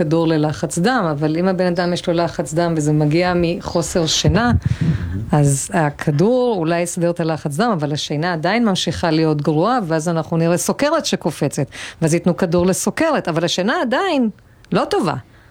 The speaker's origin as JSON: {"language": "Hebrew", "region": "Northern District", "country": "Israel", "tie": "born or raised there", "also_born_or_lived": "Buenos Aires, Argentina", "said": "אני באתי מהעיר הגדולה, נולדתי בוונוס איירס. כאילו, הכי לא טבע, והגענו פה לגושרים ופשוט פרחתי."}